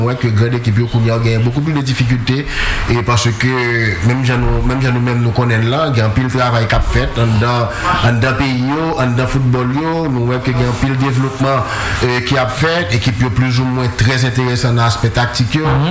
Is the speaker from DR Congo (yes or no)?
no; Haiti; en tant que haïtien